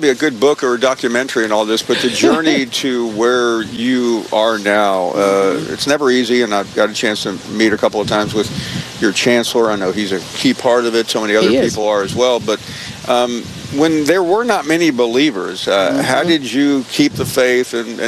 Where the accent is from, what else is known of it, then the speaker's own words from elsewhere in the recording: Tennessee, United States; I grew up in West Tennessee, and there was a time when Nashville was just someplace you went through on the way to Knoxville.